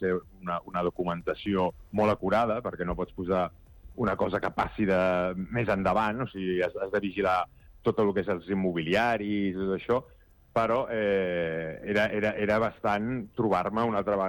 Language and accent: Catalan; Badalona, Catalonia, Spain; la presentem a Badalona, ja que jo sóc de Badalona, doncs la presentem a Badalona